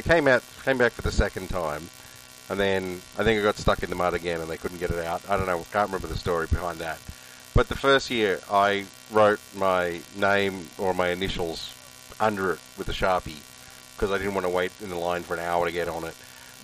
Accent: Australia; now in Ottawa, Canada; I'm Australian. I've lived in Ottawa for 18 years.

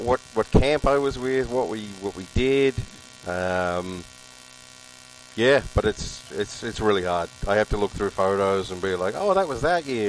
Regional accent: Australia; now in Ottawa, Canada; I'm Australian. I've lived in Ottawa for 18 years.

